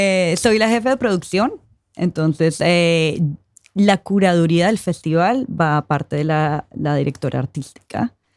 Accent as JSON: {"language": "Spanish", "country": "Colombia", "said": "yo soy colombiana, entonces uno piensa baile, entonces salsa, reggaetón."}